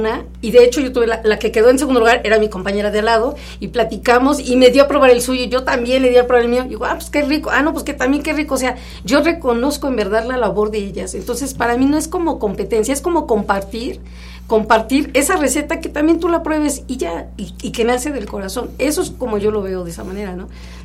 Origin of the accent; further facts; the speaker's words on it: Mexico; yo soy mexicana y me gusta mi historia y mis raíces y mi cultura.